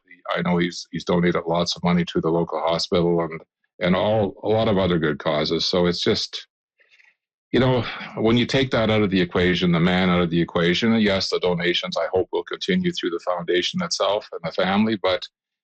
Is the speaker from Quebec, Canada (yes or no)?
no; Gore Bay, Ontario, Canada; I was born and raised in Gore Bay.